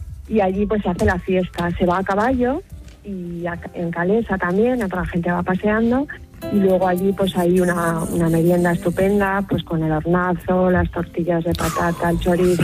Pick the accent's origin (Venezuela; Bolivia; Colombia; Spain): Spain; Valderrodrigo, Castile and León; now in San Sebastián, Spain; aunque llamo desde San Sebastián, yo quiero compartir la fiesta de mi pueblo, de Valderrodrigo, que es un pueblo muy pequeño de Salamanca, al oeste de Salamanca